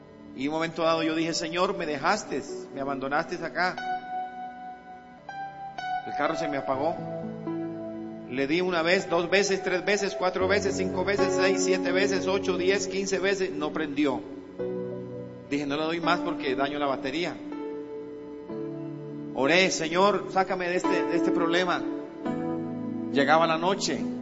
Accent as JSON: {"language": "Spanish", "country": "Colombia", "tie": "born there", "said": "Pero nací en Colombia, tierra de bendición."}